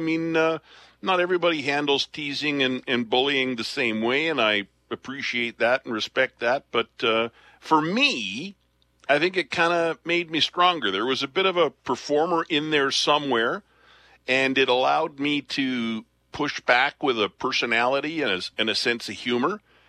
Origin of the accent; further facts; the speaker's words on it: Picture Butte, Alberta, Canada; also born or lived in Lethbridge; But Picture Butte is where I was born in Lethbridge, grew up, raised in Picture Butte. First 5 or 6 years of my life, I was on a sugar beet farm.